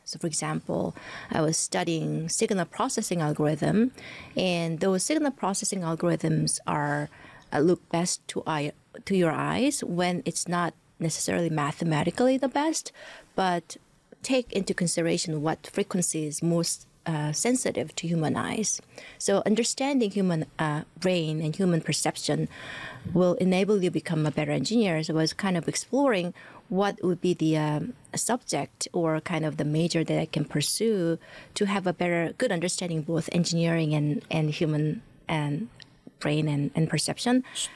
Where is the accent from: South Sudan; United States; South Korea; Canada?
South Korea; moved away as an adult; growing up in South Korea, I didn't know what are the career options that I had.